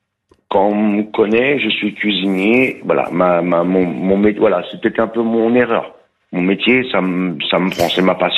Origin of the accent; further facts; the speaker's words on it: Pays de la Loire, France; Donc, transport en hélicoptère à un hôpital spécialisé, bon, je suis de Loire-Atlantique, spécialisé.